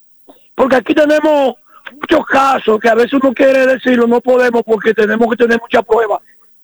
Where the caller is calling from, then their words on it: Dominican Republic; como dominicanos